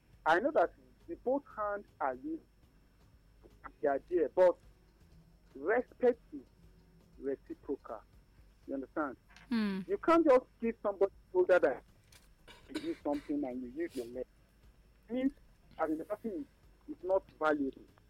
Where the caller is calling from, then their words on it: Kogi, Nigeria; calling from Kogi.